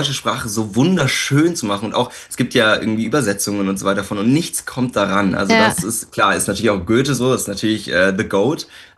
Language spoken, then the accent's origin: German; Landsberg, Germany; born or raised there; now in Berlin, Germany